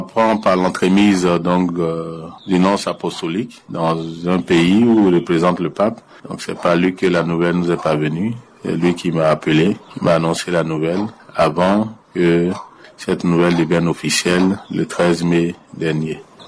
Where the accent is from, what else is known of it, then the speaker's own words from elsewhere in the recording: Abidjan, Côte d’Ivoire; also born or lived in Treichville; à Trècheville le 26 mars 77 et lorsque j'avais 2 ans que nous avons déménagé à Makori. Donc je suis né à Trècheville mais j'ai grandi à Makori, j'ai passé toute mon enfance.